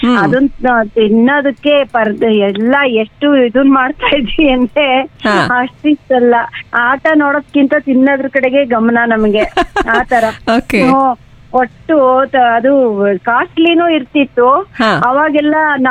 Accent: Shivamogga, Karnataka, India; moved away as an adult; now in Bangalore, India; ನಮ್ಮೂರಿಂದು ಅಂದ್ರೆ ಶಿವಮೊಗ್ಗದಾದ್ರೆ

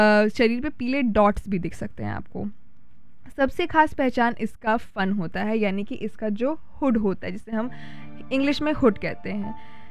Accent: Uttar Pradesh, India; क्योंकि देखिए हम उत्तर प्रदेश से बिलोंग करते हैं

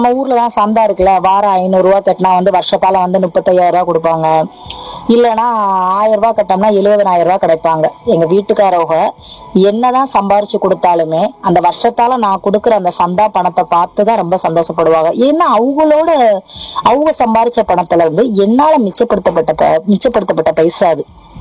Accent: Pamban, Tamil Nadu, India; என்னோட சொந்த ஊர் வந்து பாம்பன் தான்.

